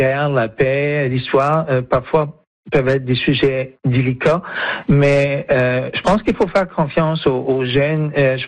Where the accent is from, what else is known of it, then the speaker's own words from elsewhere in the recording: Cocagne, New Brunswick, Canada; mon village natal de Cocagne